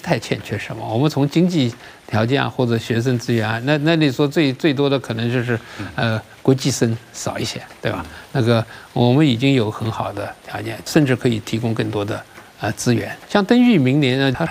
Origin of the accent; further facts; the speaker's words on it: China; 我觉得我们中国人吧，这个其实在哪儿做好都是我们中国人的骄傲